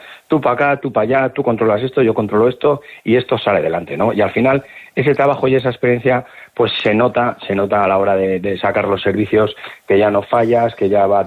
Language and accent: Spanish; Castile and León, Spain; Que venimos de tierras altas, venimos de Castilla, somos castellanos